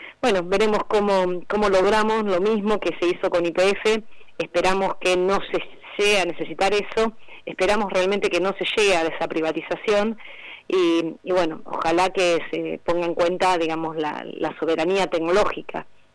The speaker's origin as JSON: {"language": "Spanish", "town": "Bariloche", "region": "Río Negro", "country": "Argentina", "said": "Yo vengo de Río Negro, de Bariloche, soy diputada de esa región"}